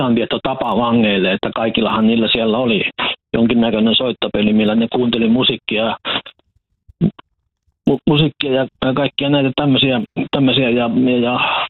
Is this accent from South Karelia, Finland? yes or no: no; Huittinen, Satakunta, Finland; mun isä oli vankilassa töissä vartijana ja siis mä huittisin sitä kotosi ja asuin nuoruuteni ja parhaisen aikuisuutenikin Huittisissa.